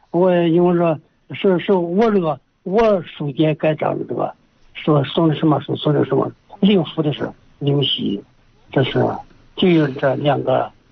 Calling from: Linfen, Shanxi, China; 我是咱们临汾的。

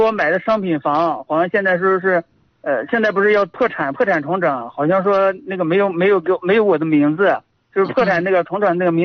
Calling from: Xinjiang, China; 我是新疆的。

